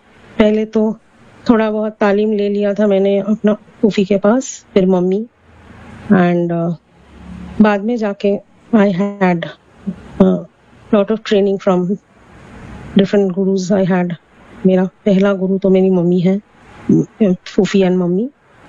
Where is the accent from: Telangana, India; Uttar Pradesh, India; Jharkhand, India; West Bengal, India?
West Bengal, India; Kolkata; now in Bangalore, India; मैं कलकत्ता से हूँ और अभी हम बैंगलोर में सेटल हो गए इधर ही। तो I am basically from a musical family.